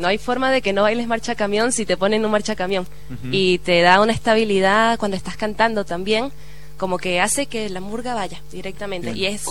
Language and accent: Spanish; Venezuela; moved away as an adult; now in Mendoza, Argentina; Yo llego a la murga uruguaya al llegar a Mendoza. Yo soy de Venezuela, me vine en el 2012.